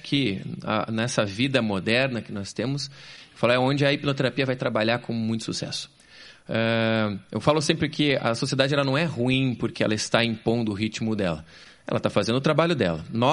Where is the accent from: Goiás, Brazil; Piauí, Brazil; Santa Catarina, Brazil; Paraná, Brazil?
Paraná, Brazil; Curitiba; born there; Sou curitibano. Curitibano.